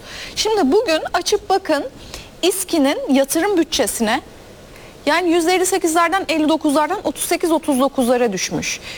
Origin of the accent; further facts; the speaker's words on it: Istanbul, Turkey; Dolayısıyla bunu sormak da bir seçmen olarak, bir İstanbullu olarak bizim hakkımız.